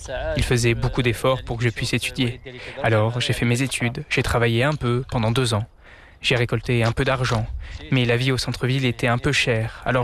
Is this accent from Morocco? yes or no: yes; Tanger-Tetouan-Al Hoceima, Morocco; Je suis du Douart Ouajna, dans la province de l'Arache.